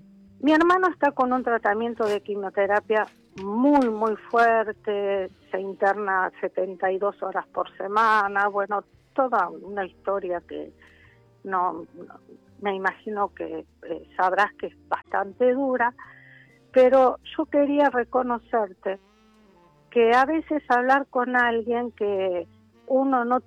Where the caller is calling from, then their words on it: Moreno, Buenos Aires Province, Argentina; De Moreno.